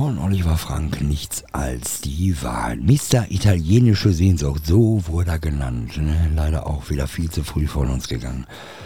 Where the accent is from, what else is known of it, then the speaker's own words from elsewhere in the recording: Germany; Kann nur besser werden für uns Deutschen hier mit der Nationalmannschaft.